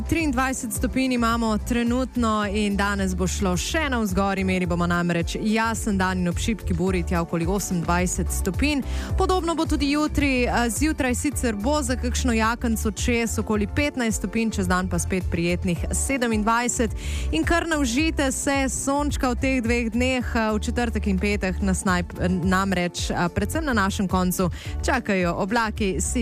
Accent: Slovenian Littoral, Slovenia

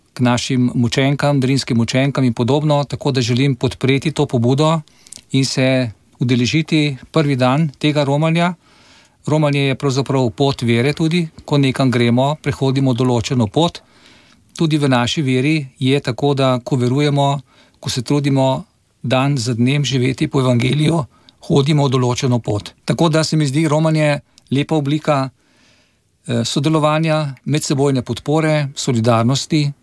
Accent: Southeast Slovenia, Slovenia; da sem iz Dolenjske in da veliko vozim ob reki Krki

